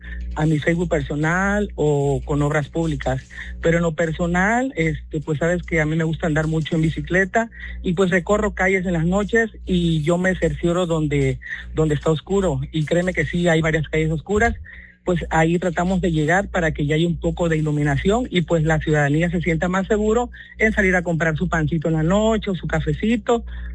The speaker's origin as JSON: {"language": "Spanish", "town": "Mapastepec", "region": "Chiapas", "country": "Mexico", "said": "yo soy pueblo, soy de Mapastepec y quiero que a Mapastepec le vaya bien"}